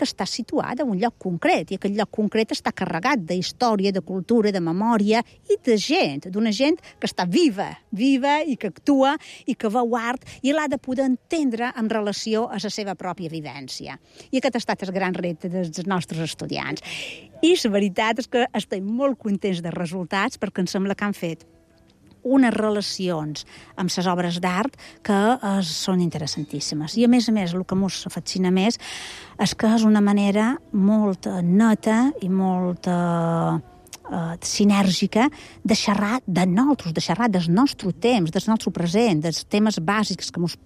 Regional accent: Balearic Islands, Spain; som menorquina i som professora a la Universitat de Barcelona

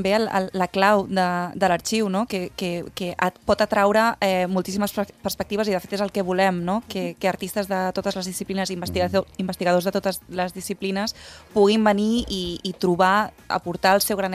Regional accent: Barcelona, Catalonia, Spain; now in Mallorca, Spain; Jo no he estat encara, és que jo soc de Barcelona, però clar, ara estic vivint aquí i estic descobrint coses meravelloses.

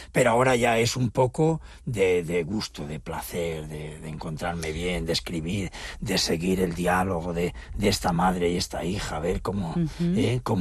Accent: Spain; now in Menorca, Spain; el viaje que había hecho yo desde la Castilla Profunda hasta Menorca

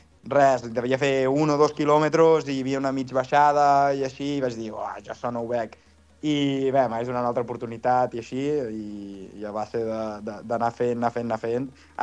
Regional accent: Balearic Islands, Spain; Vaig tornar a Menorca i a partir d'aquí, pues, de sa meva illa i de ca meva, pues, he recuperat aquesta força

